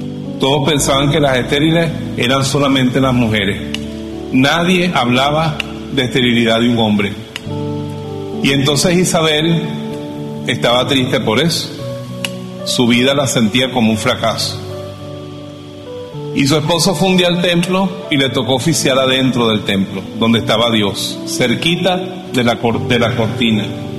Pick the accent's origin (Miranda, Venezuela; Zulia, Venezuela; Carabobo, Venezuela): Carabobo, Venezuela; Bejuma; ¿Cómo se nota que yo soy de Bejuma?